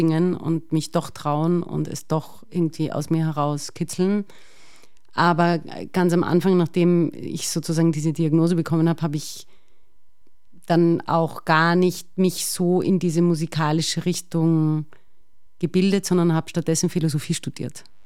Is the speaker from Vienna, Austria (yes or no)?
yes; Vienna, Austria; ich bin Wienerin. Mhm. Und ich finde, also erstaunlicherweise empfinde ich die Stadt Wien auch als mein Zuhause, so richtig, das hat so ein richtiges Zuhausegefühl.